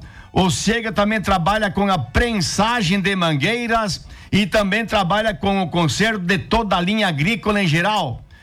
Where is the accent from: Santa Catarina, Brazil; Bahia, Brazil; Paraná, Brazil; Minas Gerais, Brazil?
Santa Catarina, Brazil; Lindóia do Sul; Lindóia do Sul, a minha terra natal.